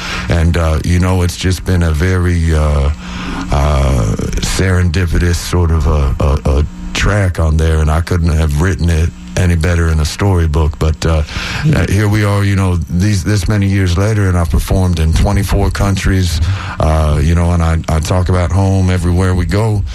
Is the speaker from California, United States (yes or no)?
no; Orlando, Florida, United States; moved away as an adult; now in Tampa Bay, United States; I moved to Tampa Bay in 2011. And I grew up in Orlando, and I moved to Tampa Bay